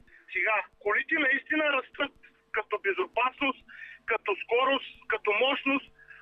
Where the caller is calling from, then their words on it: Plovdiv Province, Bulgaria; живея в Пловдивски окръг.